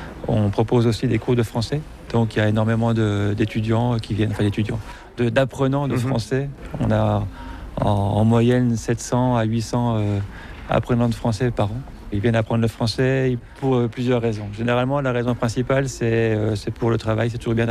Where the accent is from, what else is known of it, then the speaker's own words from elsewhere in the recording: France; Oui, je suis français, oui, bonjour.